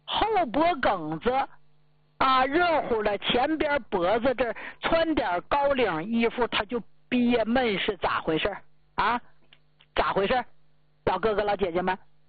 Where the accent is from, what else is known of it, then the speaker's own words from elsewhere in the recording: Northeast China, China; 所以为啥出去咱们东北人，黑龙江、吉林、辽宁、内蒙啊，这都是咱们东北人吗？